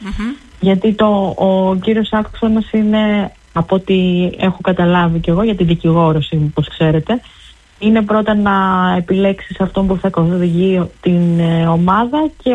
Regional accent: Athens, Attica, Greece; είμαι από την Αθήνα, έτσι.

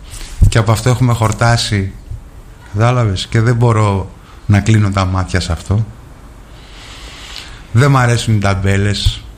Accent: Greece; born there; Είμαι Έλληνας, τι να κάνω, εδώ γεννήθηκα.

